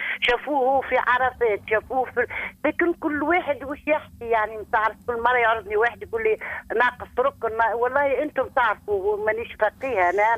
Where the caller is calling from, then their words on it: Tunisia; من القصري.